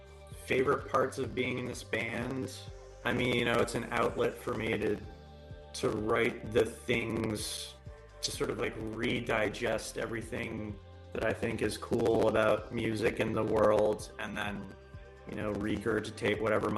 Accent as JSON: {"language": "English", "region": "New York", "country": "United States", "moved": "as an adult", "lives_now": "Austin, United States", "said": "I came from New York. I was, you know, playing in various bands there for a while. And I moved to Austin about 4 years ago."}